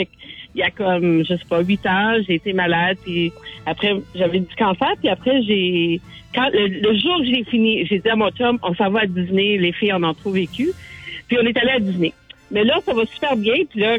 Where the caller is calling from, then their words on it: Ottawa, Ontario, Canada; Je suis à Ottawa.